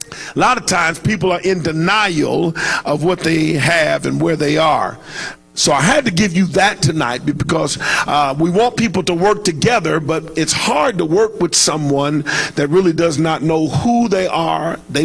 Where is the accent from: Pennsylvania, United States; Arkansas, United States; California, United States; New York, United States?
California, United States; Los Angeles; Growing up in Los Angeles, I am a diehard Los Angeles Laker fan.